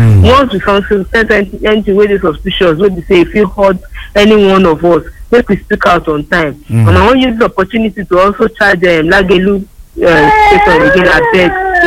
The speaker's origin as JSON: {"language": "English", "town": "Ibadan", "region": "Oyo", "country": "Nigeria", "said": "from Ibadan."}